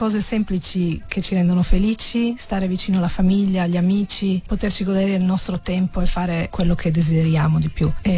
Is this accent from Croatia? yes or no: yes; Rijeka, Primorje-Gorski Kotar County, Croatia; l'essere fiumana, una fiumana patocca, per me è sempre stato parte della mia identità